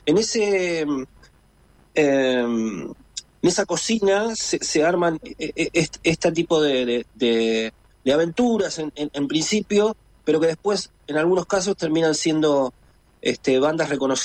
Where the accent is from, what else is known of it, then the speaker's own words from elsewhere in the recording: La Plata, Buenos Aires Province, Argentina; Yo soy de La Plata y vivo en La Plata